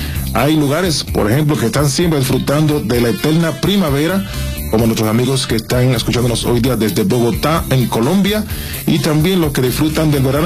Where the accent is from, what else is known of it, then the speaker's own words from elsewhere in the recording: Dominican Republic; moved away; estás lamentando lo que pasó a mí cuando salí en mi país, República Dominicana, bailando tantas playas y nunca la disfruté como quise haberla disfrutado.